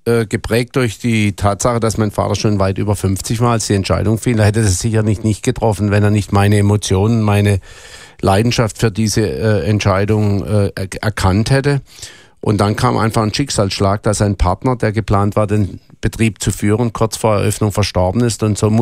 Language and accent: German; Freiburg im Breisgau, Baden-Württemberg, Germany; Ich bin Südpartner und in der Nähe der Schweiz eigentlich geboren und aufgewachsen, in Freiburg, im Breisgau geboren. Und meine Wurzeln sind auch ein bisschen in der Schweiz. Ich habe Verwandtschaft im Aargau.